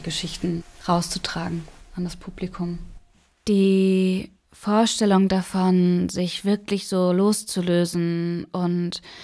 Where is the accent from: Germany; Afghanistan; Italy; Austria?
Afghanistan; German is a second language; moved away; Ich bin in Afghanistan geboren, 2004. Ich bin in einer Arbeiterfamilie aufgewachsen und hatte zum Glück die Möglichkeit, zur Schule zu gehen.